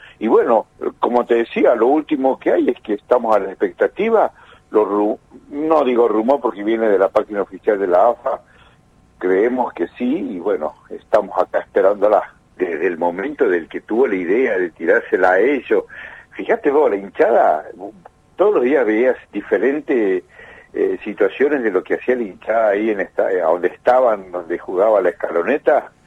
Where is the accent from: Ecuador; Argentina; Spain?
Argentina; me emociona como argentino, como veterano, como hincha, y bueno, creo que todos los argentinos nos unió la camiseta